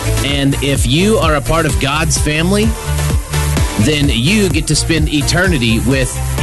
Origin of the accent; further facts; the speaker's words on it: Picher, Oklahoma, United States; moved away; a lot of my hometown is gone. You can read about it if you just search for Pitcher, Oklahoma or Cardin, Oklahoma.